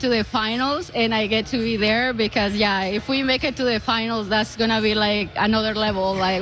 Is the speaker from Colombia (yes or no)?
yes; Colombia; English is a second language; now in Canada; Yeah, I'm from South America, so soccer culture is super big. Like, we grew up watching games with our parents, so yeah, it's a big deal.